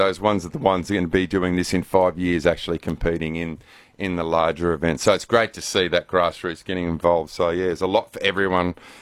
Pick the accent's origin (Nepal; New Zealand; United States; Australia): Australia; Armadale, Western Australia; born there; now in Queensland, Australia; I was born in Armidale in West Australia, and I live in Queensland currently. But it's always any excuse to get back home.